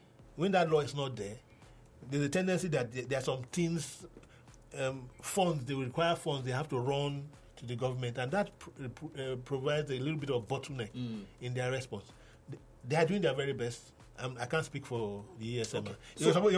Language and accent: English; Benin City, Edo, Nigeria; I grew up in Edo State, in Benin City.